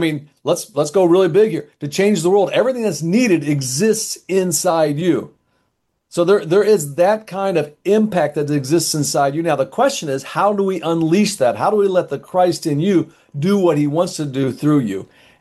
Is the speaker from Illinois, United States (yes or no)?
yes; Chicago, Illinois, United States; One of them is in Chicago, which is my hometown.